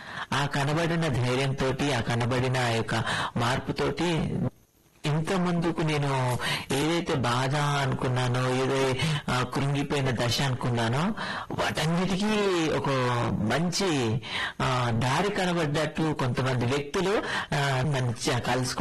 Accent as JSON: {"language": "Telugu", "town": "Secunderabad", "region": "Telangana", "country": "India", "tie": "born or raised there", "said": "నేను పుట్టి పెరిగింది చదువుకున్నంతా సికింద్రాబాద్ ప్రాంతంలోనే."}